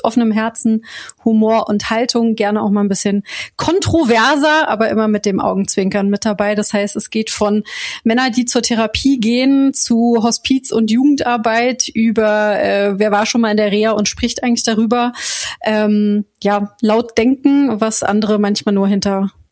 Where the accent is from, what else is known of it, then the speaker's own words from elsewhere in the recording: Koblenz, Rhineland-Palatinate, Germany; now in Berlin, Germany; Das schöne Kovelenz am Rhein und an der Mosel. Der alte Rheinland-Pfälzer Pflanze hier.